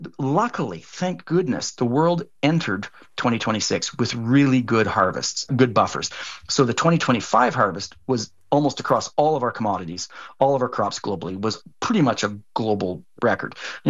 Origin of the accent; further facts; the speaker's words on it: Canada; I'm going to, you know, flex a little bit as a Canadian here, and I'm quite proud of measures that my federal government has taken